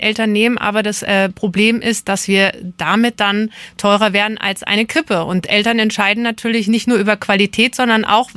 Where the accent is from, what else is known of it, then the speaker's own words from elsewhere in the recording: Mühltal, Hesse, Germany; ich komme aus Mühltal